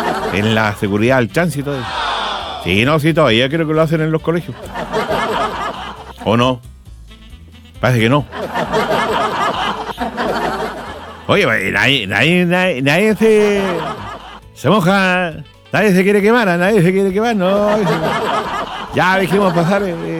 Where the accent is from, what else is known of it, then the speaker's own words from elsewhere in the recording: Chile; ¿Somos o no somos buenos los chilenos como peatones?